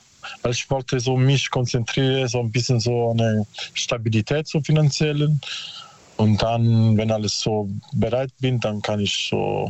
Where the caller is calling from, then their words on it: Bruchsal, Baden-Württemberg, Germany; Karlsruhe, Bruchsal so.